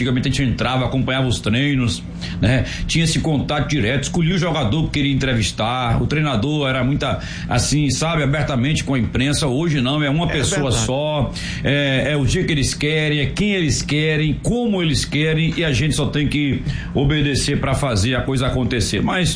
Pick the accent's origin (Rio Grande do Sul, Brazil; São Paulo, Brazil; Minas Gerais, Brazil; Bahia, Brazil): Bahia, Brazil; Jacobina; eu cresci em Jacobina